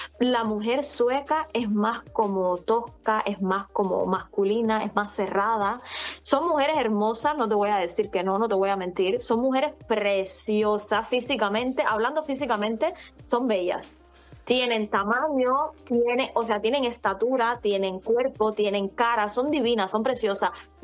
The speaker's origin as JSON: {"language": "Spanish", "country": "Cuba", "first_language": "Spanish", "moved": "yes", "lives_now": "Sweden", "said": "empecé con esa página de TikTok de … Empecé a hablar español en los live"}